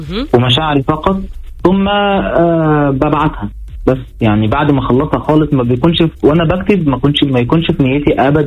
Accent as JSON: {"language": "Arabic", "country": "Egypt", "said": "كانت ترند عندنا في مصر اسمها"}